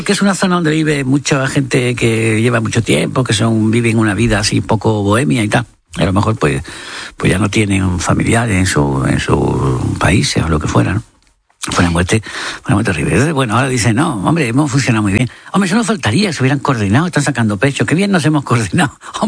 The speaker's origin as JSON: {"language": "Spanish", "town": "Marchena", "region": "Andalusia", "country": "Spain", "tie": "born or raised there", "said": "cuadros extraordinarios de las quemas de rastrojo en la Vega de Carmona y en el Viso y todo eso, aparte de mi pueblo, de Marchena, etc."}